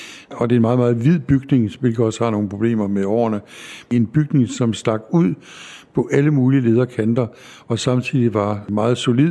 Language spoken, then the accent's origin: Danish; Nørresundby, North Denmark Region, Denmark; now in Amager, Denmark; Jeg er født og opvokset i Nørresundby i Nordjylland, som på nogle områder mindede lidt om Amager, i hvert fald det Amager, der eksisterede dengang, med masser af nærhed og butiksliv.